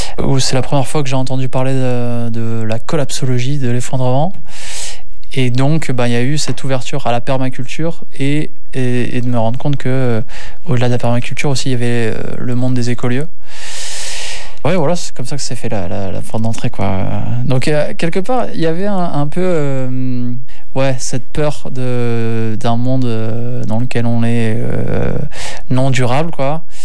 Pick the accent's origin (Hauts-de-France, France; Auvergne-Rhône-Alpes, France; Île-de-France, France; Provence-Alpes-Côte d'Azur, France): Hauts-de-France, France; Ouais, donc effectivement j'ai grandi dans le Nord, mais un stage de fin d'études m'a amené à vivre en Charente